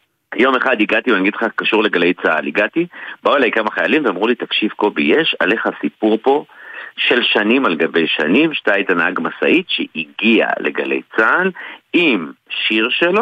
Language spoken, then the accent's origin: Hebrew; Northern District, Israel; אני צפוני